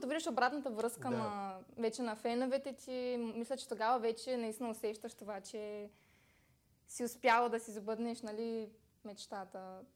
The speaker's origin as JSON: {"language": "Bulgarian", "town": "Varna", "region": "Varna Province", "country": "Bulgaria", "said": "както съм от Варна, то почти всичко ми се налага да пътувам до София."}